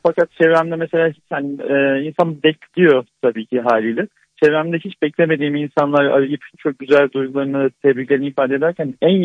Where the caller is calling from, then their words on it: Bursa, Turkey; Bursa'dan arıyorum. Şu anda Mudanya'ya doğru işe gidiyorum.